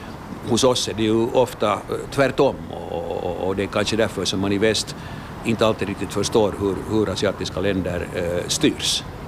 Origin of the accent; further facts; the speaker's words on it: Kauniainen, Uusimaa, Finland; also born or lived in Helsinki, Finland; Jag är finlandssvensk, född och uppvuxen dels i Helsingfors och huvudsakligen och uppvuxen sen i Grankulla, gick i skola hela tiden i Helsingfors i Sillen.